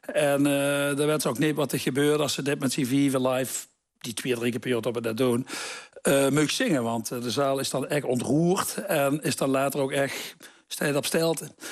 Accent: Venlo, Limburg, Netherlands; accent: Venloos dialect

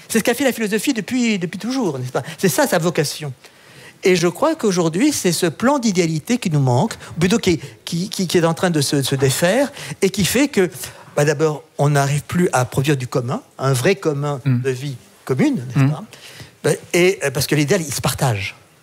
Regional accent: France; Ah, je viens de France, hein.

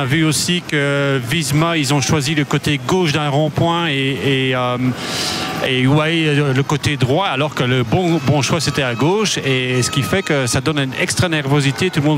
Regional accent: Belgium; donc on a peut-être une chance aujourd'hui en tant que Belge.

